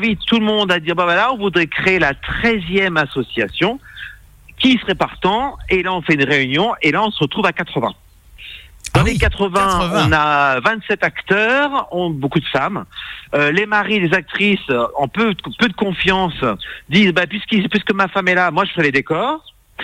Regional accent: Grenoble, Auvergne-Rhône-Alpes, France; now in Allier, France; moi, je suis grenoblois. Je suis arrivé dans l'Allier en 96.

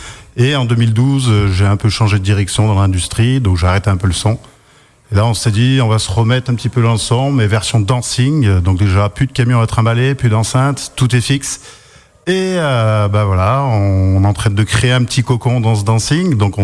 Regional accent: Auvergne-Rhône-Alpes, France; Alors moi … bon, je suis vraiment un vrai bougnat, donc auvergnat, 100%.

